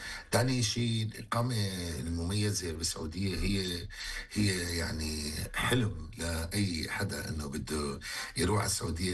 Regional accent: Syria; أنا سوري, عايش بسوريا, جنسيتي عراقية, معي إقامة ذهبية بالسعودية

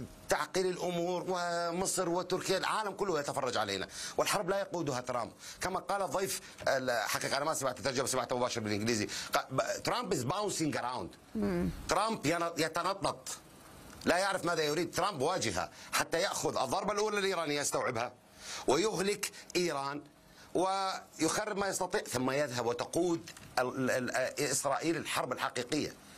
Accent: Iraq; مثل الزيدي عندنا بالعراق،

